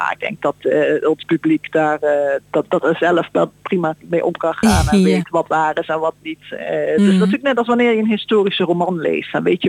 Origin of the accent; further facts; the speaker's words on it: Limburg, Netherlands; now in Amersfoort, Netherlands; Ik ben in Limburg geboren en getogen.